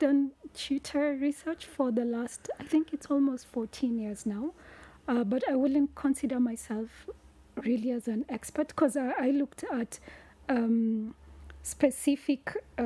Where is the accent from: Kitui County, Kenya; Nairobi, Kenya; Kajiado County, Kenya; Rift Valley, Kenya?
Nairobi, Kenya; born or raised there